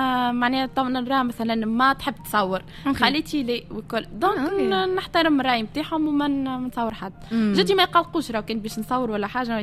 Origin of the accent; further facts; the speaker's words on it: Tunisia; راهو بابا جزيري وامي تونسيه، اما انا عايشه في تونس وولدت في تونس وكبره في تونس.